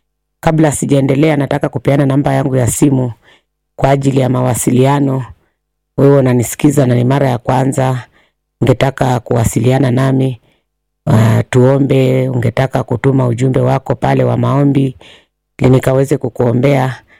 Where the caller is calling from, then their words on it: Machakos County, Kenya; nimeokoka na nampenda Yesu. Natoka Machakos County na hudumu na huduma ya Neema ya Ajabu pale Katoloni stage inaitwa 240.